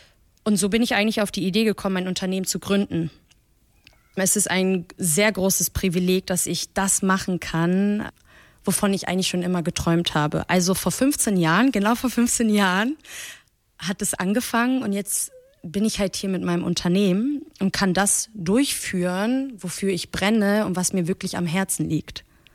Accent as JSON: {"language": "German", "town": "Hanover", "region": "Lower Saxony", "country": "Germany", "tie": "born there", "first_language": "Persian", "second_language": "German", "said": "ich bin 30 Jahre alt und geboren bin ich in Hannover."}